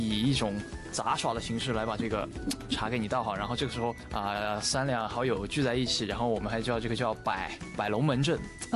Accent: Chengdu, Sichuan, China; 就像我家乡四川成都啊

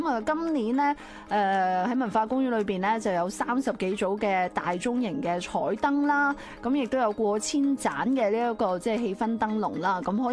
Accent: Guangdong, China; 因为我们广府人都是，即是中秋肯定要跟家人吃饭的嘛

